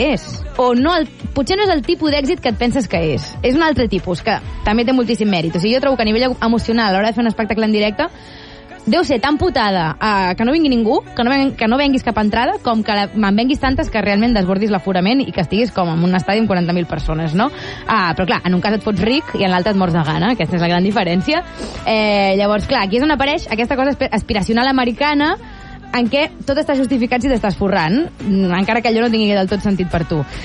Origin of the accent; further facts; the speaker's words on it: Catalonia, Spain; com a catalans